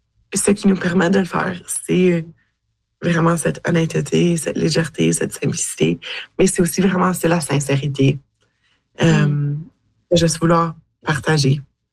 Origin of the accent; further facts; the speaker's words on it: Manitoba, Canada; Puis, tu sais, moi, je viens du Manitoba.